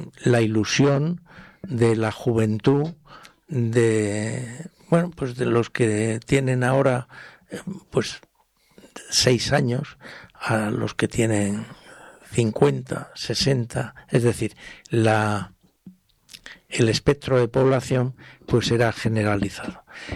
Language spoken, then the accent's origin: Spanish; Spain; somos españoles